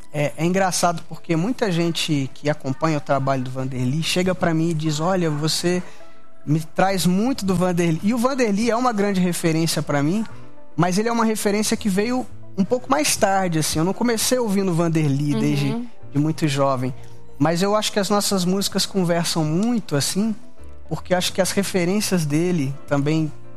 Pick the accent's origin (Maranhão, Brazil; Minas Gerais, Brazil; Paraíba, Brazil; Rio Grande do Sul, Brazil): Minas Gerais, Brazil; Muzambinho; moved away as an adult; also born or lived in Rio de Janeiro; now in São Paulo, Brazil; Nasci em Muzambinho, né? Uma cidade com pouco mais de 20 mil habitantes. Cresci lá, fiquei até os 18 anos. Depois fui morar no Rio, né? Fiquei um período no Rio e agora estou aqui em São Paulo.